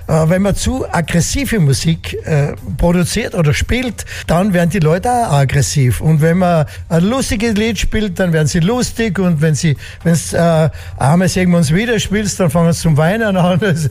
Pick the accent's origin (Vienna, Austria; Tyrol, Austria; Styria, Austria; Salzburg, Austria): Styria, Austria; Zeltweg; also born or lived in Knittelfeld; now in Carinthia, Austria; ich bin eigentlich geboren in Knittelfeld, aber aufgewachsen in Zeltweg.